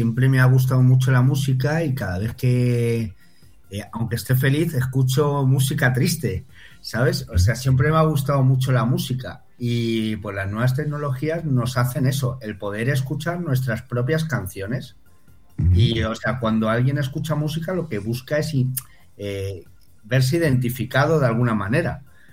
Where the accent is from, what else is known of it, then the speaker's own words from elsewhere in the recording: Madrid, Community of Madrid, Spain; now in between Madrid and Toledo, Spain; Soy madrileño.